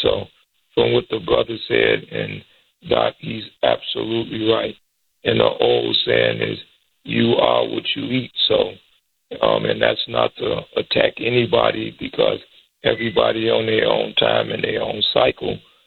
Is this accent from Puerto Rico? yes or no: no; Israel; me growing up in Israel and never having meat or dairy in my life